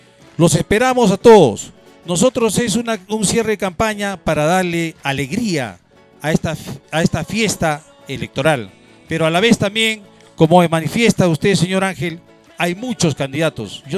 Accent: Marcará, Ancash, Peru

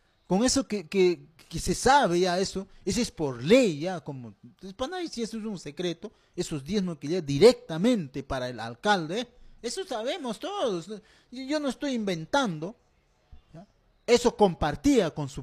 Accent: Peru; somos peruanos

